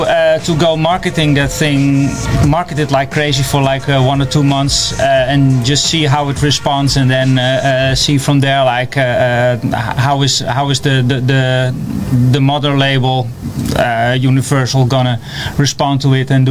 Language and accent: English; Amsterdam, North Holland, Netherlands; now in New York City, United States; I'm from East Harlem, originally from Amsterdam, and like you said, I'm here now for about 4 years.